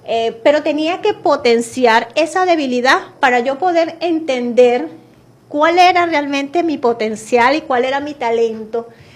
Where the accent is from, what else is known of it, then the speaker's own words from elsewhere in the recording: El Tigre, Anzoátegui, Venezuela; nuestra gente tigrense